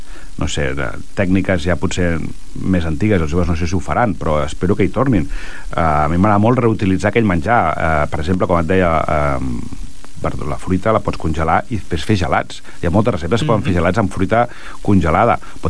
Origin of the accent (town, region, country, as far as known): Vilassar de Mar, Catalonia, Spain